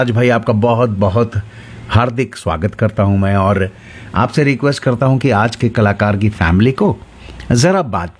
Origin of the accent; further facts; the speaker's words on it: Rajasthan, India; मैं भी राजस्थान से हूं